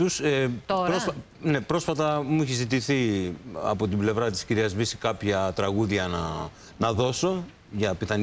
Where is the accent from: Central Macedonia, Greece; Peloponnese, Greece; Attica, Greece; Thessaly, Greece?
Peloponnese, Greece; Tripoli; Αν και είμαι και εγώ από την Τρίπολη